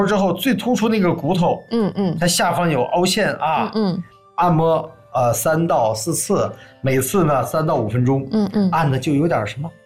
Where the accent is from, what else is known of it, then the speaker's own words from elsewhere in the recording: Northeast China, China; 作为一个东北人，说每